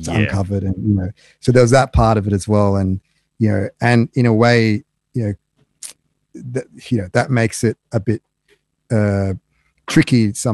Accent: Australia; I'm from Australia and that, and they'd be like, oh, Australia.

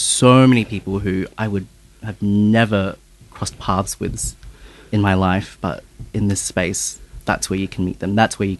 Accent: Adelaide, South Australia, Australia; now in Melbourne, Australia; I'm originally from Adelaide

